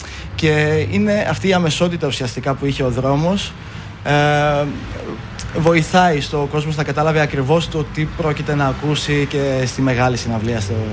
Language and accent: Greek; Thessaloniki, Central Macedonia, Greece; Εμείς μεγαλώσαμε και γεννηθήκαμε στη Θεσσαλονίκη.